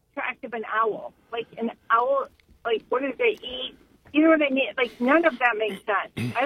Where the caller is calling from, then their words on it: Stow, Ohio, United States; I live in the Stowe Monroe Falls district here.